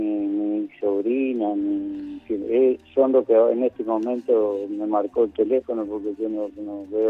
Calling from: Cañuelas, Buenos Aires Province, Argentina; Yo estoy llamando de Cañuelas.

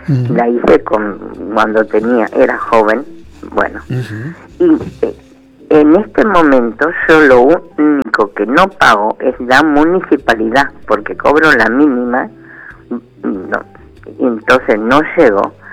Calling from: San Miguel, Buenos Aires Province, Argentina; yo vivo en San Miguel y le quiero comentar que tengo 82 años, vivo sola

